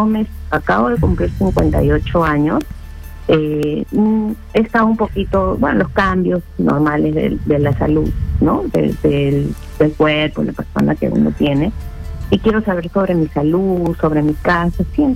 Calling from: Lima, Peru; De La Victoria, te llamo de La de Victoria. De Lima.

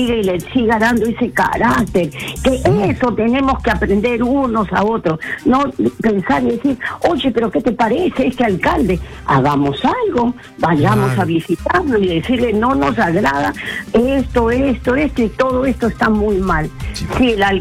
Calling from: Lima, Peru

